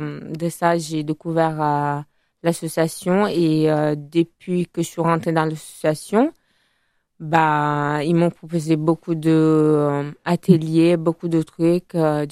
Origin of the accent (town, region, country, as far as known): Italy; born or raised there; moved away as an adult; now in Bordeaux, France